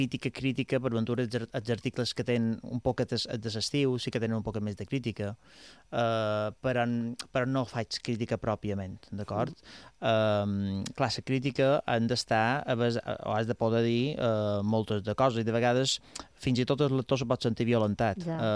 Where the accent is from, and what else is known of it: Palma, Balearic Islands, Spain